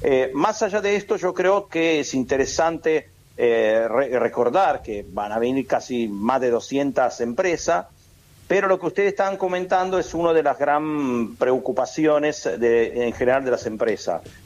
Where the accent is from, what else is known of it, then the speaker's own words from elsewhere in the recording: Lombardy, Italy; Sí, yo también, yo soy del lago de Como, así que estoy para allá arriba, casi Suiza.